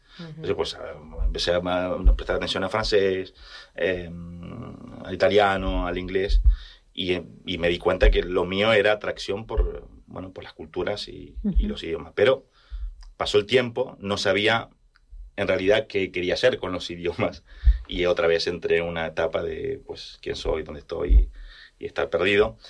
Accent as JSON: {"language": "Spanish", "country": "Argentina", "tie": "born or raised there", "moved": "as an adult", "lives_now": "Tarragona, Spain", "said": "Y yo soy del campo de Argentina"}